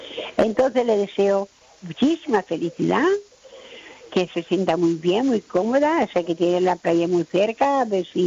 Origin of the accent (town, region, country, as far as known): Palma, Balearic Islands, Spain